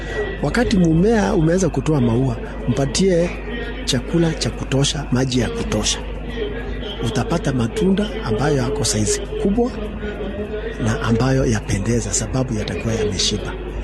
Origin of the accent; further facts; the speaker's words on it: Kenya; Sisi ni wa Kenya milioni zaidi ya milioni 50.